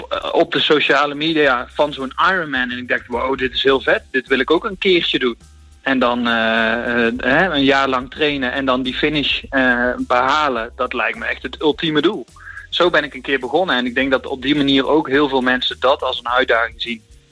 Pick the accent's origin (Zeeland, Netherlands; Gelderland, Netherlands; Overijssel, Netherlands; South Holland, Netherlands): Gelderland, Netherlands; Arnhem; ik kom zelf uit Arnhem en ik heb zelf in de bush in Arnhem mogen trainen.